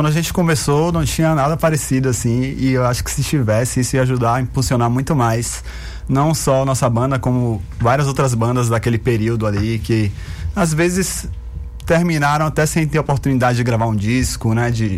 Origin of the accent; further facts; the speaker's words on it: Bahia, Brazil; a gente é da Bahia